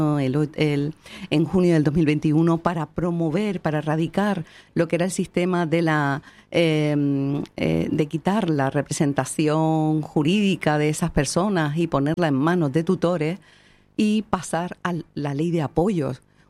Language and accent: Spanish; Spain; como españoles que somos, pues españoles y españolas que somos